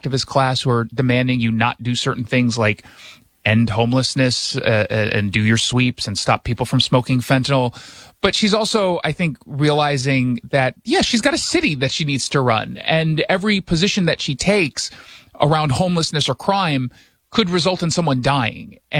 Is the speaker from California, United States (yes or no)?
yes; Los Angeles, California, United States; moved away as an adult; also born or lived in New York; now in Seattle, United States; So I was born in New York, but I grew up in Los Angeles.